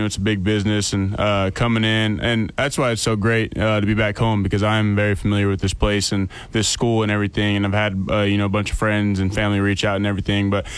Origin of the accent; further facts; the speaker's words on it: Conway, Arkansas, United States; growing up in Conway, going to UCA games, and my girlfriend's brother played here in 2021, 2022, so I've been around the program and a lot, and everybody growing up in Conway, you want to be a Bear